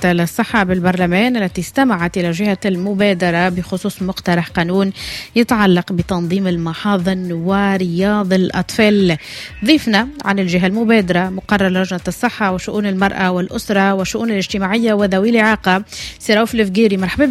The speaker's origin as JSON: {"language": "Arabic", "country": "Tunisia"}